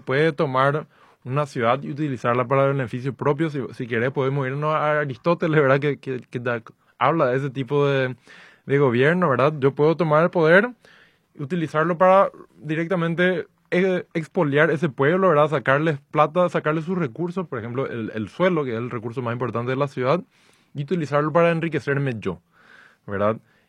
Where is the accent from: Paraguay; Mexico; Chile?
Paraguay; Asunción; somos los asuncenos que vivimos en esta ciudad.